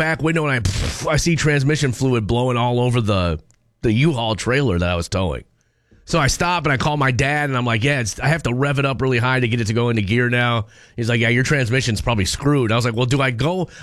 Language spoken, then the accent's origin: English; Minneapolis, Minnesota, United States; Which I am from Minneapolis.